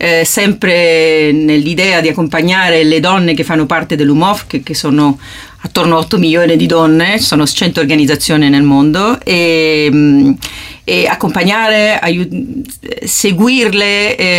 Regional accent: Spain; Italian is a second language; moved away as an adult; now in Rome, Italy; io sono atterrata, sono spagnola, sono atterrata qua in Italia da qualche anno e da quando sono arrivata a Roma

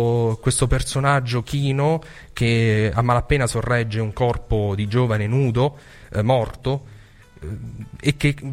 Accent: Abruzzo, Italy; Io sono abruzzese, anche lui nei suoi dipinti è la realtà

